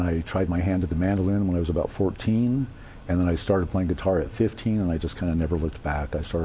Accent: El Paso, Texas, United States; I'm from El Paso, right down the road

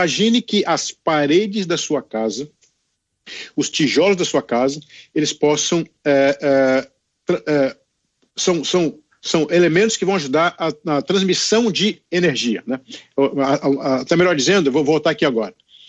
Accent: Brasília, Federal District, Brazil; now in United States; Sabe que eu sou de Brasília, sou matemático pela Universidade de Brasília, uma ótima universidade

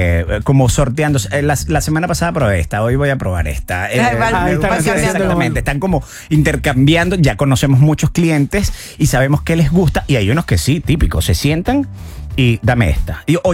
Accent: Venezuela; now in Chile; nosotros somos venezolanos

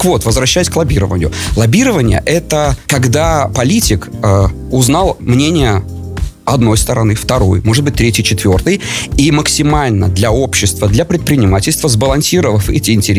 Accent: Latgale, Latvia; я сам из Латгалии

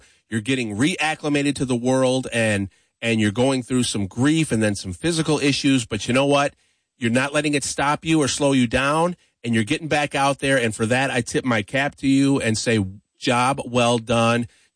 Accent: Battle Creek, Michigan, United States; Cereal City, my hometown.

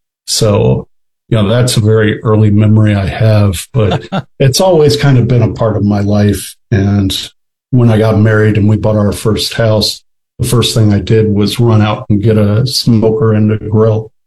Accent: Dallas, Texas, United States; born there; also born or lived in Kansas City / Wisconsin; now in Memphis, United States; I was born in Dallas, actually lived in Kansas City for a couple of years, and am now in Memphis.

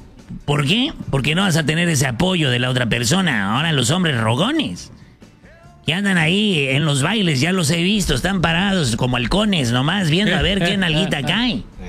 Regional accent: Ciudad Obregón, Sonora, Mexico; born there; also born or lived in Mexico City; Pues de Obregón, Sonora, mano, de ahí somos. Viví varios años en Ciudad de México, pero soy nacido en Obregón, Sonora.

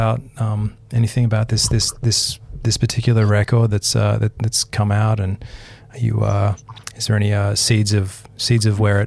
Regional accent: Australia; I'm an Australian

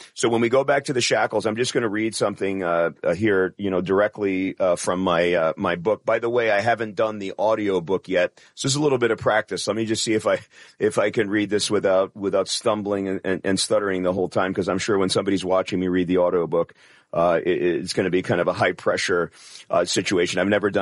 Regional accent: New York, United States; I'm a kid from the Bronx.

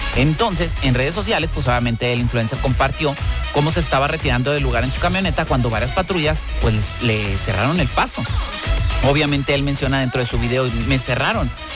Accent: Mexico

